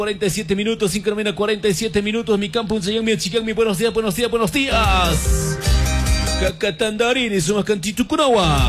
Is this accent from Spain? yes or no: no; Mexico; Soy mexicano, familia, con una casequilla pa' cariño.